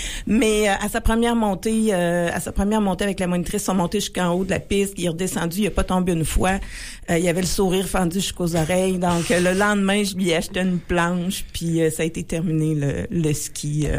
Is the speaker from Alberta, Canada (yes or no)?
no; Quebec, Canada; moi, je viens de la Quatre-Chemins. Je suis originaire de la Quatre-Chemins.